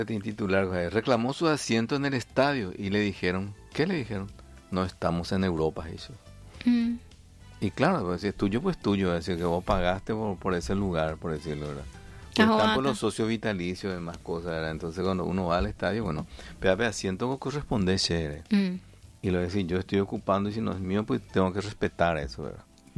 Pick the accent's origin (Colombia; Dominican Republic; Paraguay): Paraguay; Y así que somos los paraguayos.